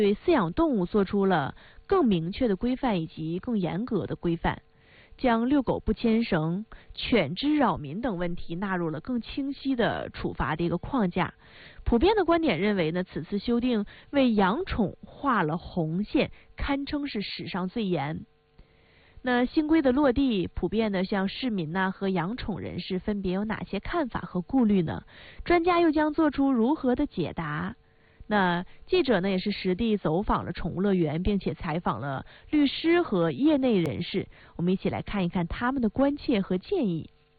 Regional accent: Northeast China, China; 我们东北话说犄角旮旯

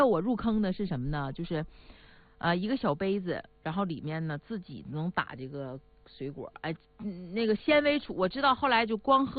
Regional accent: Northeast China, China; 用我们东北话说

